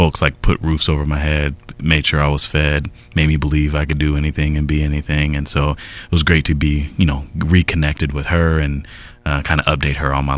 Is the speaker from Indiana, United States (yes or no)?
no; Rancho Cucamonga, California, United States; also born or lived in Los Angeles, California; So I was born in Los Angeles, and then when I was still young, we moved out of South LA and moved out to the Inland Empire. And so I mostly grew up in the Rancho Cucamonga, Ontario area.